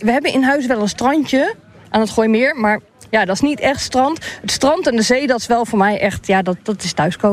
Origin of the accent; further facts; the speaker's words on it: Vlissingen, Zeeland, Netherlands; born there; also born or lived in Heinkenszand; now in Huizen, Netherlands; Ja, ik ben opgegroeid in Zeeland.